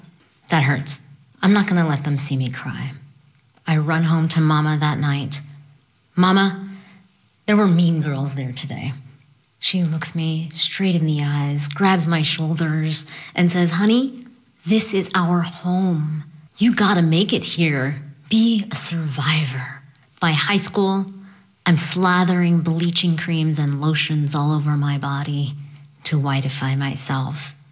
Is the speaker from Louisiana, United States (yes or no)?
yes; New Orleans, Louisiana, United States; born there; now in Houston, United States; I was born in New Orleans to a Pakistani-American family. I currently live in Houston, Texas